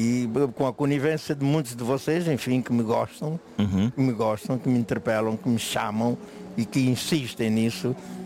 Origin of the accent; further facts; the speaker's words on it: Angola; Não, representar a minha terra específica, Angola, do meu coração, né? Mas foi mais profundo, depois veio a África, do meu coração.